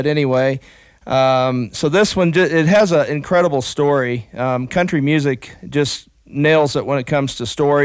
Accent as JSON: {"language": "English", "region": "Missouri", "country": "United States", "tie": "born or raised there", "said": "I grew up in the Midwest, specifically Missouri"}